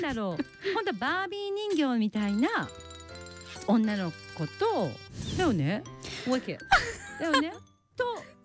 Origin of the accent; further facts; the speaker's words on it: Hamamatsu, Shizuoka, Japan; moved away; 私あの実家が浜松市なんですけれども